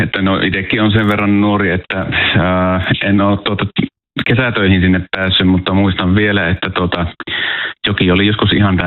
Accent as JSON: {"language": "Finnish", "town": "Kemi", "region": "Lapland", "country": "Finland", "tie": "born or raised there", "said": "Itse kasvoin en ihan varsinaisesti Paattiossa, vaan kaupunginosan nimi oli Torvinen, mutta omasta ikkunasta näin, kun katsoin ojaa yli, niin näkyy Paattio ja tämähän on kuitenkin Kemissä"}